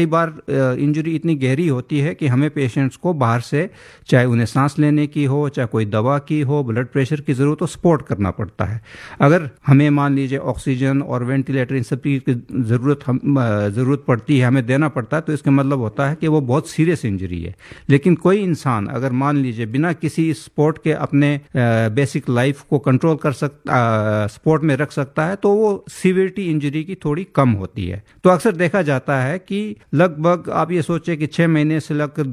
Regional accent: Himachal Pradesh, India; मैं भी पहाड़ी हूँ, मैं हिमाचल से हूँ।

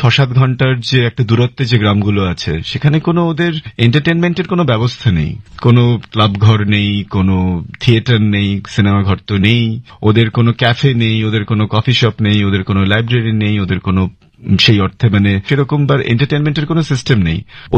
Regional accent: Durgapur, West Bengal, India; আমি দুর্গাপুরে Saint Xavier স্কুলে পড়াশোনা করেছি, সেখানেই আমার জন্ম দুর্গাপুরে

